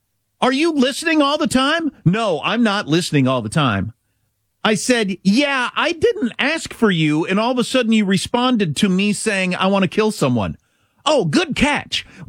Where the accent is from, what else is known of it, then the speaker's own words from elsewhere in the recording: Kansas, United States; I'm from Kansas